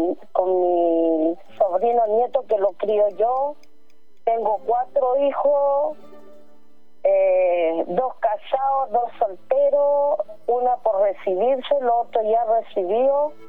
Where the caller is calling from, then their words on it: Alto Hospicio, Tarapacá, Chile; De acá, de Alto Hospicio, Iquique.